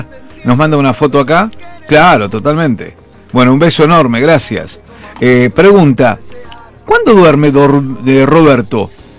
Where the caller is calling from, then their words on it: Ayacucho, Peru; de Ayacucho. Pregunto para el doctor desde Ayacucho.